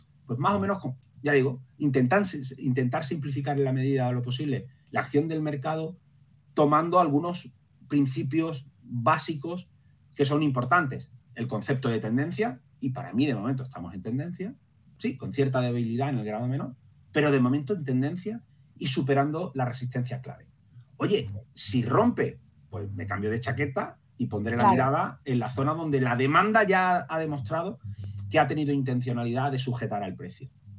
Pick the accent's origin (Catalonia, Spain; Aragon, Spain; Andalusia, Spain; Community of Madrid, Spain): Andalusia, Spain; como buen andaluz yo suelo hablar mucho